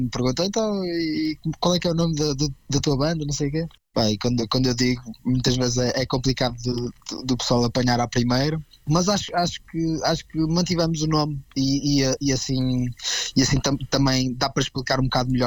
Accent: Portugal; Eu e o Marco somos portugueses, não é?

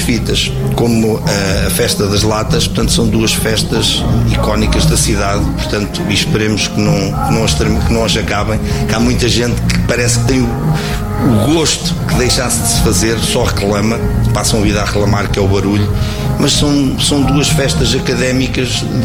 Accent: Coimbra, Centro, Portugal; eu sou aqui de Coimbra

